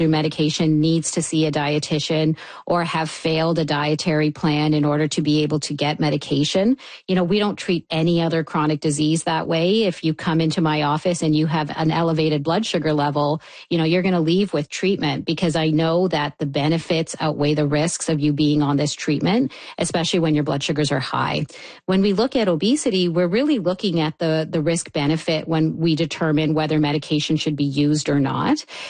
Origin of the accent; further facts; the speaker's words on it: Canada; I think as a Canadian population, we would be so much better off